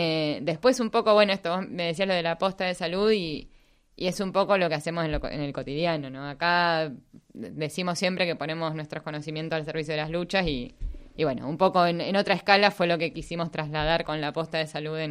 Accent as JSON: {"language": "Spanish", "town": "Mar del Plata", "region": "Buenos Aires Province", "country": "Argentina", "tie": "born there", "said": "yo nací en Mar del Plata, con el mar tengo."}